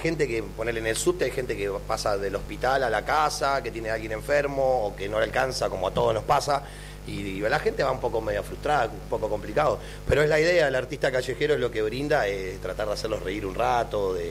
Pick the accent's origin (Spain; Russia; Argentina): Argentina; Buenos Aires; soy de Buenos Aires, de ahí. Y bueno, vine a girar un poquito por acá, por Córdoba